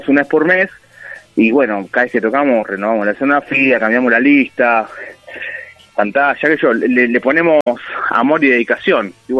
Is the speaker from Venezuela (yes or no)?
no; Buenos Aires, Argentina; nosotros somos acá de Cava